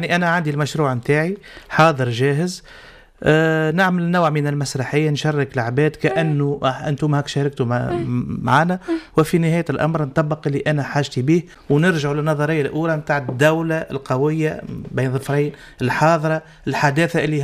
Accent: Tunisia; عندنا في تونس

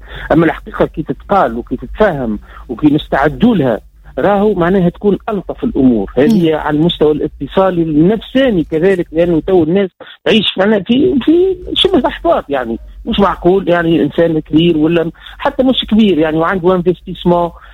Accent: Tunisia

